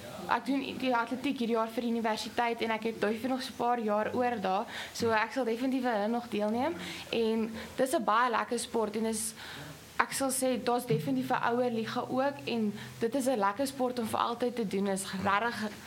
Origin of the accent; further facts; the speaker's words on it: Despatch, Eastern Cape, South Africa; ek kom van Dispatchhof ook.